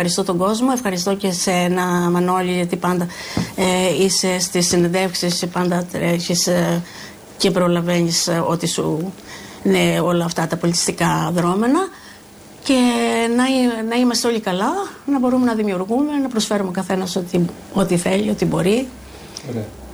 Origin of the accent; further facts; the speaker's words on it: Ziros, Crete, Greece; moved away as an adult; από τα μικρά μου μέχρι 22 χρόνια που έφυγε από το χωριό μου τη Ζήρου